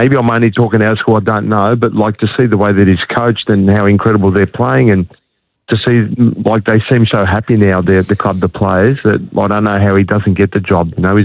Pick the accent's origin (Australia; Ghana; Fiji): Australia; Oh, no, Australia. I mean, I'm born and bred here. I love this country. I see myself as being Australian with, you know, European heritage, obviously, but always have a soft spot for Egypt, I'm sure.